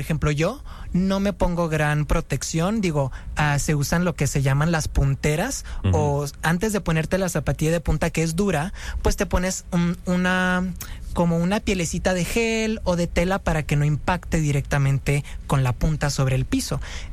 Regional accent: Culiacán, Sinaloa, Mexico; Sí, es complicado, ¿no? Y también en una cultura del norte, bueno, les digo, yo soy

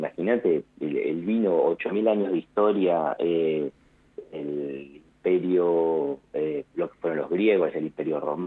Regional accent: Argentina; nosotros como argentinos obviamente somos muy orgullosos de nuestros vinos

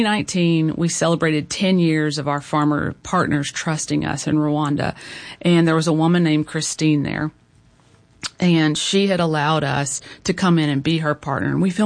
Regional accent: Little Rock, Arkansas, United States; I was a tomboy growing up in Little Rock, and I lived in Hillcrest and had amazing neighbors

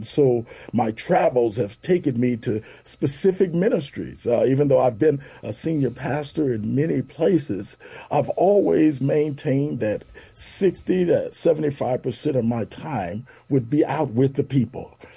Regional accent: Chicago, Illinois, United States; as a young person growing up in Chicago, it was difficult.

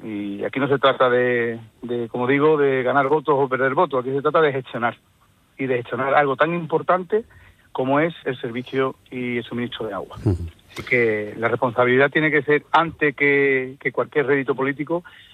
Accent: Paterna, Spain; Yo siempre pongo de ejemplo de cuando estaba de alcalde en mi pueblo, en Paterna

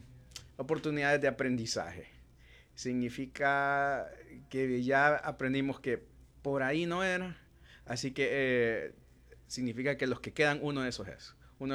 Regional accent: Tegucigalpa, Francisco Morazán, Honduras; born there; moved away; also born or lived in Santa Cruz de Yojoa; Soy capitalino, nací en Barrio La Olla, ahora trabajo en La Cacerola, pero nací en Barrio La Olla. Pero he vivido en diferentes lados, he vivido en el campo, en Santa Cruz de Yojoa.

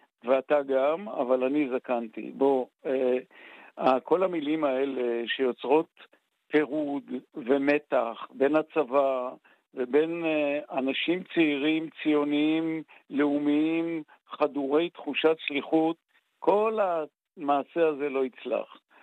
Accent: Ein Gev, Northern District, Israel; born there; תקשיב, אני נולדתי בקיבוץ עין גב. קיבוץ עין גב, בזמן שאני נולדתי, היה הקצה המזרחי של מדינת ישראל, מעלינו סורים, מלפנינו סורים ומאחרינו הכנרת.

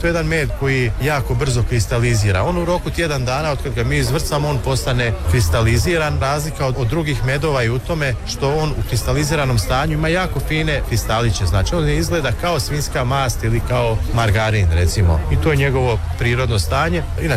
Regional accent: Slavonski Brod, Brod-Posavina County, Croatia; dolazimo iz Slavonskog Broda, pčelarimo sa 200 košnica, imamo tradiciju pčelarstva

